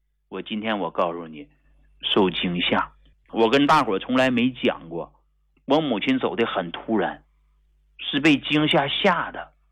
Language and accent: Chinese; Hegang, Heilongjiang, China; born there; 我出生在黑龙江鹤岗工农区一户农家